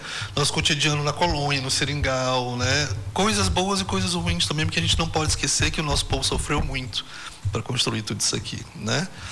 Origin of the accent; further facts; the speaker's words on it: Xapuri, Acre, Brazil; now in Rio Branco, Brazil; sou de Chapuri.